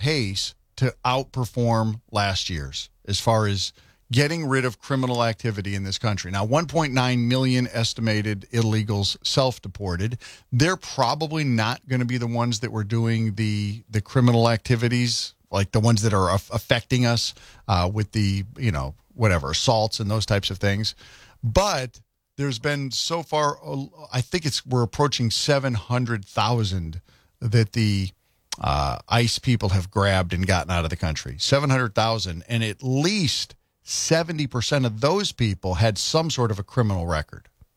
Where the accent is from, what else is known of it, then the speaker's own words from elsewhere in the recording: Connecticut, United States; my home state of Connecticut.